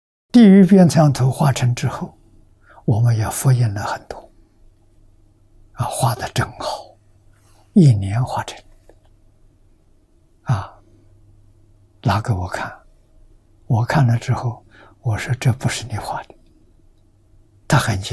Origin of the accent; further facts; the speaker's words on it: Lujiang County, Anhui, China; moved away; 我们家乡的城隍，庐江县的城隍